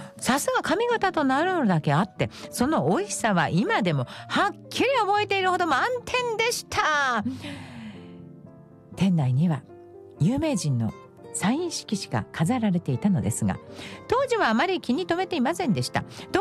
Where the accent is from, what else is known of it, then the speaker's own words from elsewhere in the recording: Osaka, Japan; さあ、今日はですね、お好み焼きがテーマということなので、元大阪人としては欠かずにいられないそういうことね